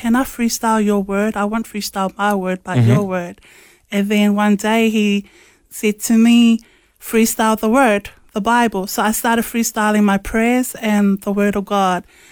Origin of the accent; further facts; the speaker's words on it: Tokoroa, Waikato, New Zealand; also born or lived in Samoa; I was born in Samoa, and I was adopted and raised in New Zealand.